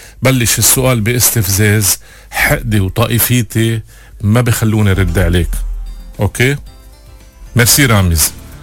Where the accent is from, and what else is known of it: Lebanon